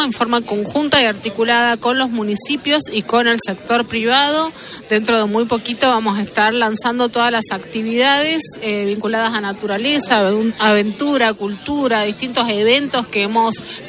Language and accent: Spanish; Salta, Argentina; nuestra querida Salta, tan linda que enamora, como decimos nosotros.